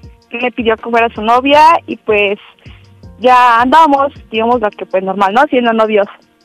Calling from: Amecameca, State of Mexico, Mexico; Tengo 20 años, soy de Amecameca, Estado de México.

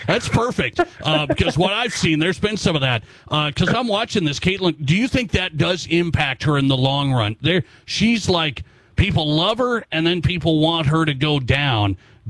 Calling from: Rapid City, South Dakota, United States; I mean, I'm watching from Rapid City.

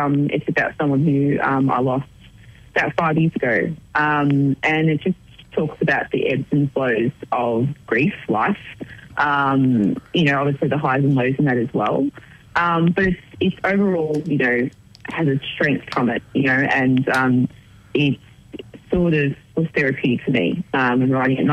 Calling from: Melbourne, Victoria, Australia; Melbourne.

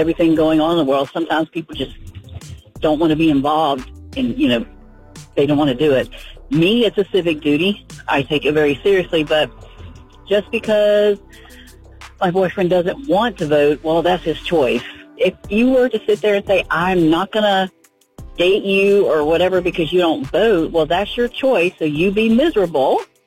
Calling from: Green Cove Springs, Florida, United States; I'm calling from Green Coast Springs, Florida.

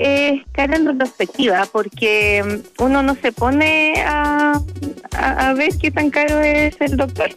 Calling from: Quillota, Valparaíso, Chile; de Quillota.

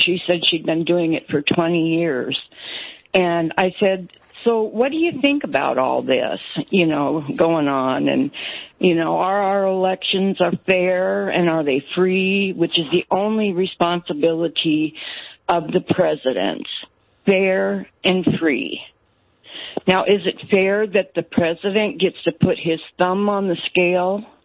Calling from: Cheney, Washington, United States; Hi. I live in Washington State, which I believe is a all mail-in state.

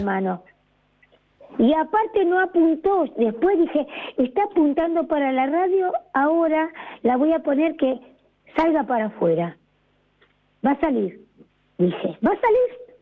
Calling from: Buenos Aires, Argentina; Yo soy de Balvanera.

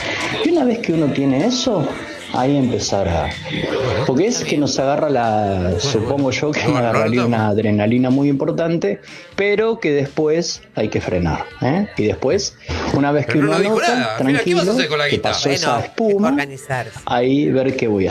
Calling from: Buenos Aires, Argentina; de San Telmo.

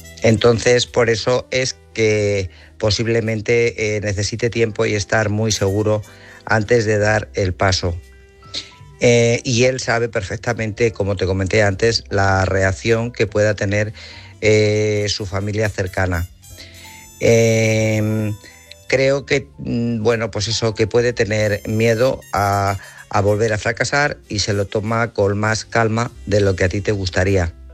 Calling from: Guadalajara, Castilla-La Mancha, Spain; de Guadalajara.

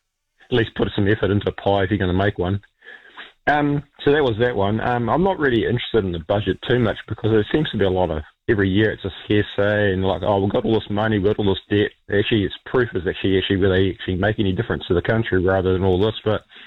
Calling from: Hamilton, Waikato, New Zealand; I'm from Hamilton as well.

